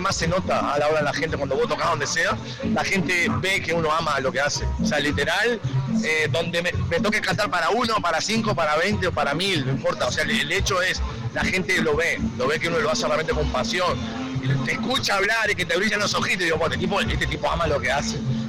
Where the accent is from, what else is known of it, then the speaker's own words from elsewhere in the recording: Salto, Uruguay; moved away; also born or lived in Paysandú, Uruguay; nací en Paysandú, pero sí me crié en Salto.